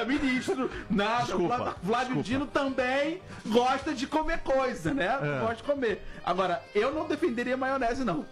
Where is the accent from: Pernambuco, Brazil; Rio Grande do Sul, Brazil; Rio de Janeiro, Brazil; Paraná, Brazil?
Rio de Janeiro, Brazil; now in São Paulo, Brazil; Eu sou carioca e quando vim mudar aqui pra São Paulo, vim morar em São Paulo, eu tomei uma bronca.